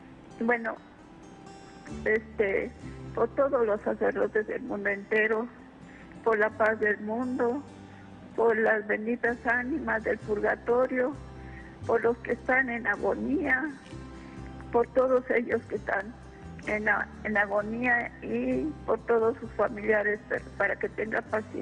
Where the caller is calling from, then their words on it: Juárez, Chihuahua, Mexico; De Juárez.